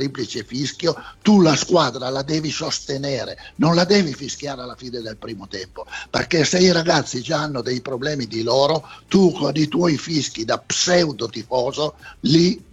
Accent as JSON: {"language": "Italian", "town": "Turin", "region": "Piedmont", "country": "Italy", "said": "noi siamo di Torino, conosciamo bene questa zona"}